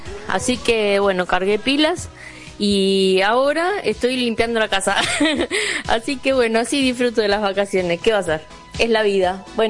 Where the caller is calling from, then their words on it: La Plata, Buenos Aires Province, Argentina; Hola gente linda … de La Plata.